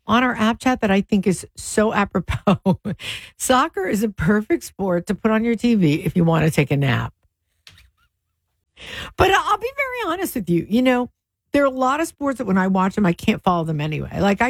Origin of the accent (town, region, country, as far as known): United States